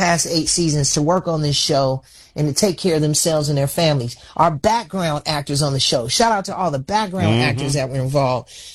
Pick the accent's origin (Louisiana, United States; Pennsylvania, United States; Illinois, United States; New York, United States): Illinois, United States; Chicago; and particularly my hometown of Chicago.